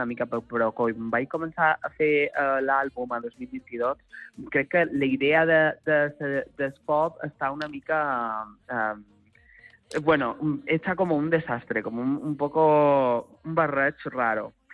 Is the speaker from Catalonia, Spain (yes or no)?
no; Calvià, Balearic Islands, Spain; Sento una persona de pares forasters i calvianer